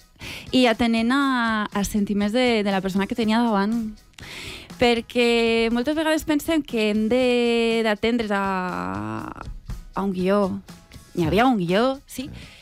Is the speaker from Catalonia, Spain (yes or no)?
no; Alcoi, Valencian Community, Spain; Jo com a alcoiana, per exemple, vaig a dir-vos un exemple, la Torre de les Maçanes, al costat d'Alcoi.